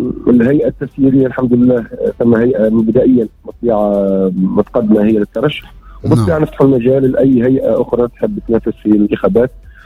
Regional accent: Mellita, Tunisia; في قريتي اللي هي قرية مليتة بحكم أني أنا أستاذ المدنية. على فكرة أنه ما زلت نقري في السواسي في المهدية.

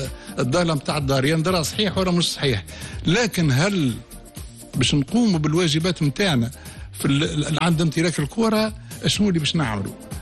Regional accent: Libya; هذا بلادي

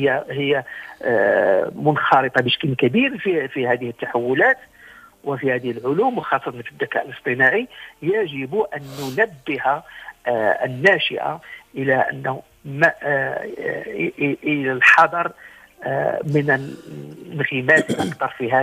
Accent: Morocco; عندنا في المغرب،

